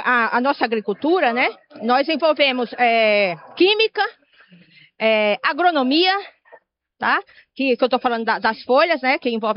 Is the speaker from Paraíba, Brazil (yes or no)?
yes; Paraíba, Brazil; Olha, um abraço pra minha grande Paraíba. Minha Paraíba, te amo de verdade. Sou nordestina!